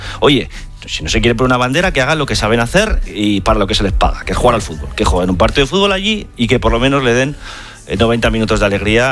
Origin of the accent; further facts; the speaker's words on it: Spain; por supuesto que yo como madridista, pero antes como español, y también como liberal, defiendo la libertad unida a la responsabilidad